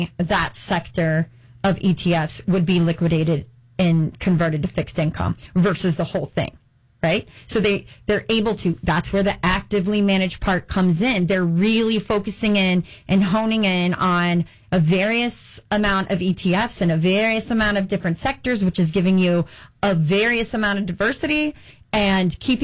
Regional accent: Indiana, United States; I just am familiar with Ohio. I'm from Indiana.

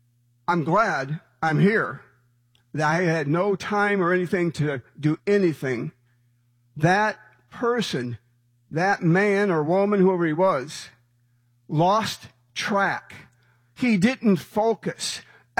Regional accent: Michigan, United States; moved away as an adult; Cheryl and I, my wife, we're from Michigan. We've lived here since 1985

